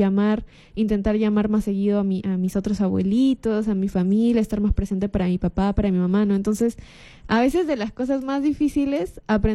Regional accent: Trujillo, La Libertad, Peru; moved away; Yo también soy de Trujillo.

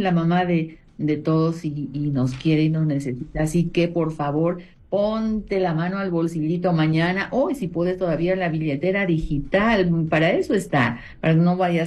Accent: Peru; peruanos y siempre nos gustan las cositas a último minuto

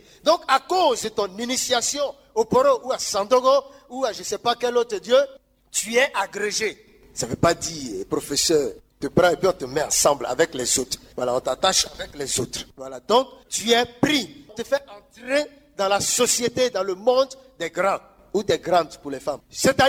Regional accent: Central African Republic; parce que chez nous en Centrafrique, on appelle ça Kinda Gozo.

